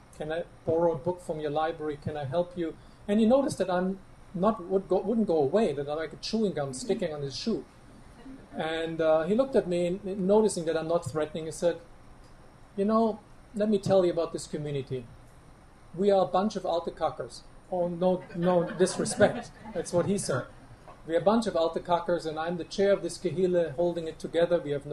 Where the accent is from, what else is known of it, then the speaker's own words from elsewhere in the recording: Germany; But now I'm back in Germany.